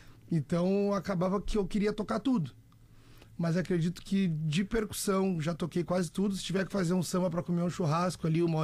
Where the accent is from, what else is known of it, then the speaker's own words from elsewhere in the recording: Viamão, Rio Grande do Sul, Brazil; Unidos de Vila Isabel de Viamão, de onde eu sou oriundo